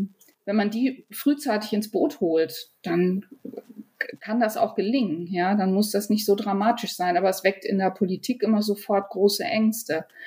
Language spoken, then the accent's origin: German; North Rhine-Westphalia, Germany; moved away; ich komme ja ursprünglich aus dem Ruhrgebiet